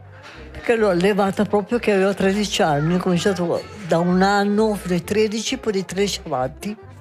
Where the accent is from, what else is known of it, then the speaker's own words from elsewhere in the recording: Lugano, Ticino, Switzerland; moved away as an adult; now in Coldrerio, Switzerland; i miei avevano una piccola impresa e abitavo lì a Viganello. Sono cresciuta a Viganello.